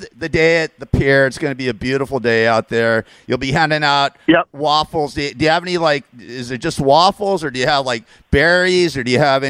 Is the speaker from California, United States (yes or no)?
yes; Tarzana, California, United States; I mean, when I was growing up in Tarzana, you know, I was listening to KMET, the rock station, and I wanted to be a rock DJ in Los Angeles.